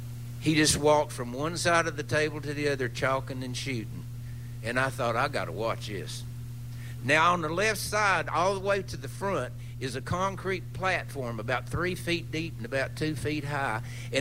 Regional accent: Hamblen County, Tennessee, United States; our hometown, of our home county, Hamblin County

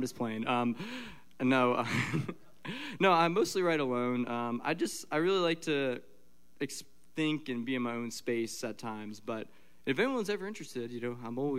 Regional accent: Lake Lure, North Carolina, United States; also born or lived in West Virginia / Black Mountain, North Carolina / Asheville, North Carolina; now in Virginia, United States; I grew up in right outside the Asheville area. I grew up in Lake Lure, North Carolina. I was born in West Virginia, moved down to Lake Lure, Black Mountain area, and then went back up to Virginia, which is a little bit outside of where I was born.

